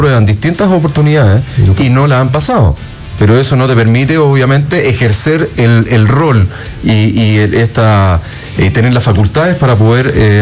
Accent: Chile; Somos todos chilenos. No hay ninguno extranjero. Somos 23 agentes FIFA chilenos.

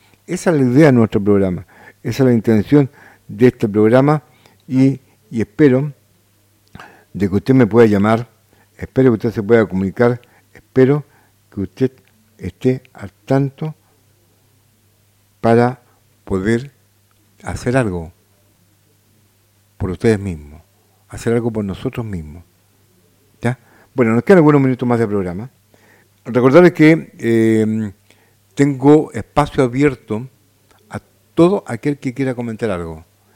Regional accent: Quillota, Valparaíso, Chile; tenemos que defender nuestros derechos como quillotanos

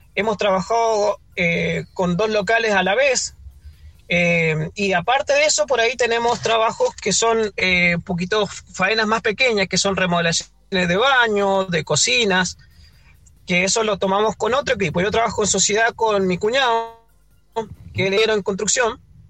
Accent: Argentina; now in Chile; defender también mi país, Argentina. Entonces, soy un argentino viviendo en Chile

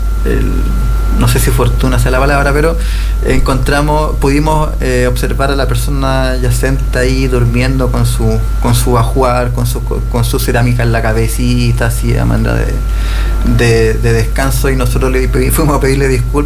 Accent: Buenos Aires, Argentina; Y yo como porteño, mi abuela me decía que yay, por ejemplo, es viento, y marga era oro.

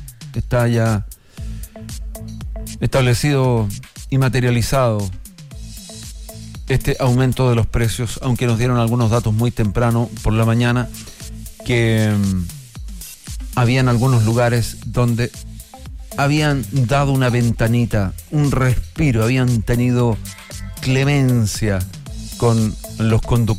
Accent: Chile; Somos chilenos todos

